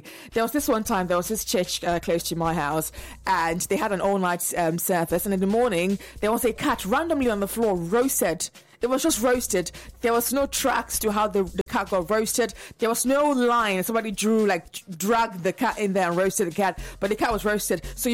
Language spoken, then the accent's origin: English; southern Nigeria, Nigeria; because I came from South Nigeria.